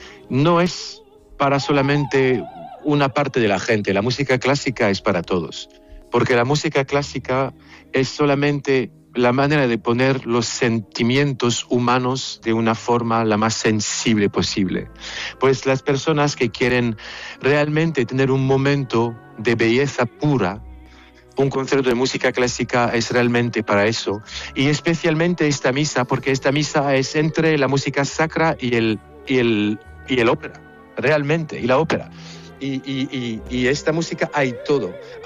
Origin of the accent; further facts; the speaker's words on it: France; Spanish is a second language; Yo soy francés, pero mi madre estaba española